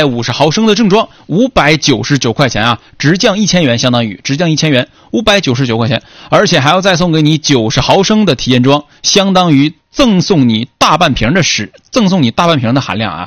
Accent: Songyuan, Jilin, China; 再来说说我老家松原的威尼斯啊，我老家松原有一个叫威尼斯水上乐园的地方

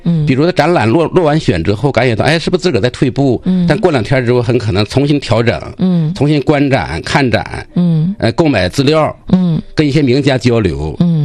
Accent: Dehui, Jilin, China; 我当年考的，我从我老家德惠，我考到农安叫美专。

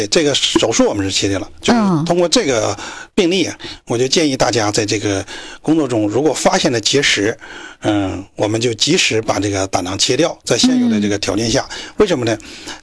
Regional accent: southern China, China; now in Northeast China; 我是南方人啊，

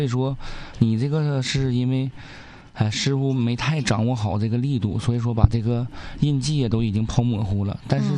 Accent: Northeast China, China; now in Changchun, China; 我觉得作为东北人来还是挺幸福的。你看在咱们长春虽说是热暑伏了

